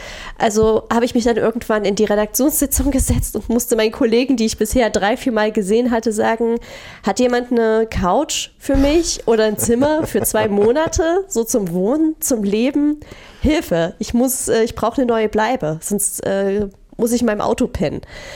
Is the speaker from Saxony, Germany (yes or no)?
yes; Crimmitschau, Saxony, Germany; Ja, genau. Ich bin aus Krimmitschau hergezogen.